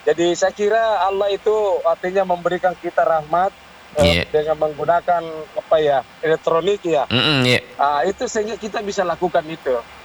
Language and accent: Indonesian; South Sulawesi, Indonesia; sehingga kita orang Sulsel ini bisa menikmati yang tidak antri lagi untuk mendapatkan BBM.